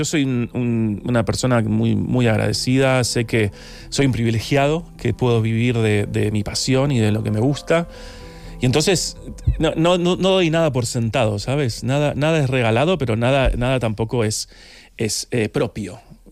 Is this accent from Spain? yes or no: no; Argentina; Soy argentino.